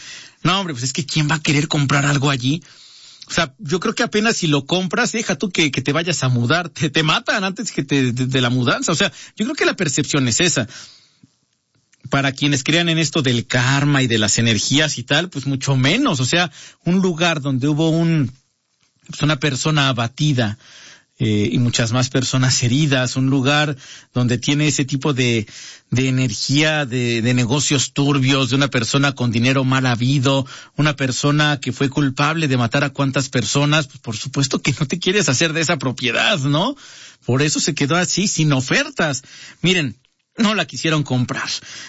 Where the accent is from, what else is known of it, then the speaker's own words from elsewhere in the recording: Coacalco, State of Mexico, Mexico; Allá en Coacalco, de donde soy originario